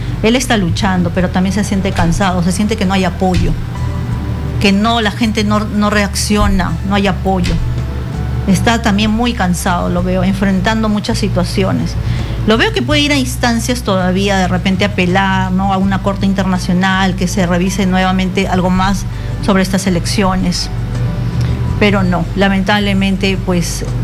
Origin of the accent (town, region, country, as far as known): Peru